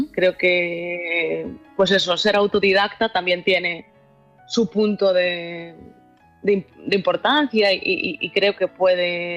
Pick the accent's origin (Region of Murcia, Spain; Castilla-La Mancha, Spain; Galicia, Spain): Galicia, Spain; una persona que, como buena gallega, pues dudo un montón